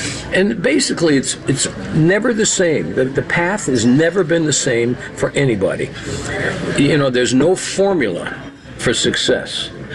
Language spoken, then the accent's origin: English; Hartford, Connecticut, United States; And it's in Hartford, which is my hometown.